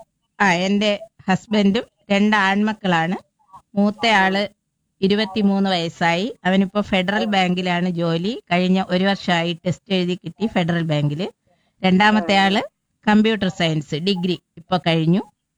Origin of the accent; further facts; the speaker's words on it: Poovachal, Kerala, India; എന്റെ വീട് പൂവച്ചലാണ്, പൂവച്ചൽ.